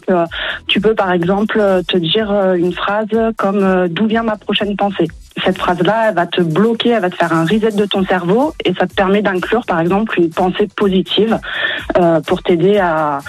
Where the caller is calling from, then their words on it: Gaujac, Occitanie, France; J'appelle de Gaujac, à côté de Nîmes, dans le Gard